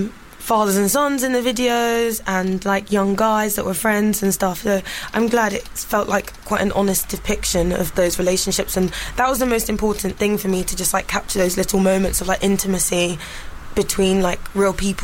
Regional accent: United Kingdom; also born or lived in United States; I was living in the UK. That's where I was born in America, but I grew up here and lived here, like, from, like, 3 years old.

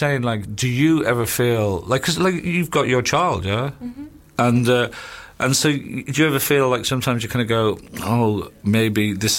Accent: Ireland; You know, I'm Irish, so I'm not using that as an excuse.

